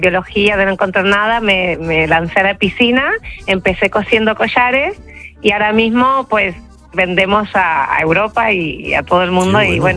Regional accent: Argentina; now in Seville, Spain; Sí, soy argentina, pero desde Sevilla.

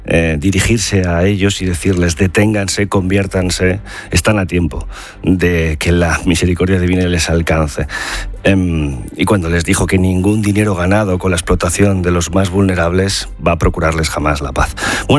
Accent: Spain; Pues es para sentirnos orgullosos, como españoles, que últimamente no tenemos muchos motivos para sacar pecho.

